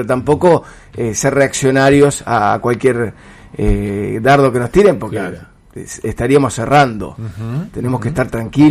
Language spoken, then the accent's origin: Spanish; Argentina